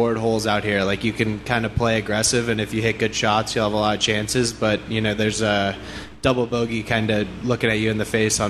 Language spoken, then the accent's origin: English; Scottsdale, Arizona, United States; I grew up in Scottsdale, so very familiar with kind of like the desert golf kind of feel